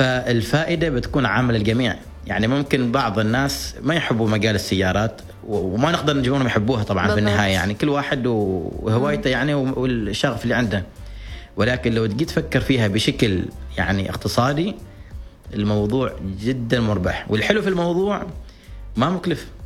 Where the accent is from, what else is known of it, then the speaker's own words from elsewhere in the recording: Oman; هنا عندنا في عمان